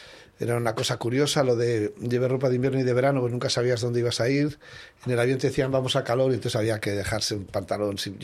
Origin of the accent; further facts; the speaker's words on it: Spain; now in Peru; Se lo digo yo que soy extranjero, que soy español, y yo no he votado.